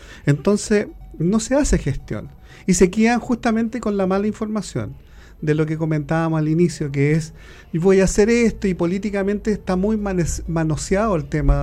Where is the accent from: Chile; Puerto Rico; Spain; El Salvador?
Chile; Santiago, Santiago Metropolitan Region; now in O'Higgins Region, Chile; yo soy santiaguino de tomo y lomo. O sea, de hecho no tengo ni siquiera familia en el campo.